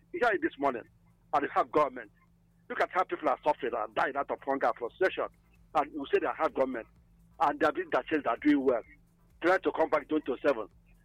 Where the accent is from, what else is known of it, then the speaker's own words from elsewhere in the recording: Obunka, Anambra, Nigeria; from Obunka, Anambra State.